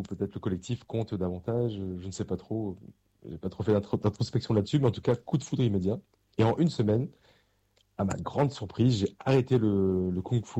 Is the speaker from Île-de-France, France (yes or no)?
yes; Paris, Île-de-France, France; Alors moi, je viens d'une famille du sud-ouest. Et même si j'ai grandi à Paris, mais j'ai beaucoup de cousins dans le sud-ouest qui ont fait du rugby